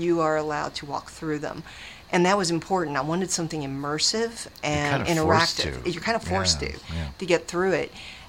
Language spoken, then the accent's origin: English; Louisville, Kentucky, United States; moved away as an adult; now in southern Indiana, United States; Born and raised in Louisville, but I'm currently in southern Indiana, which is only 20 minutes from downtown Louisville.